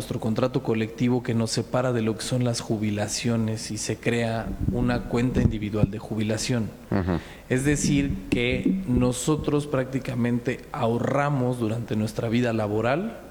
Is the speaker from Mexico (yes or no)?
yes; Mexico City, Mexico; Soy de la Ciudad de México, tengo 37 años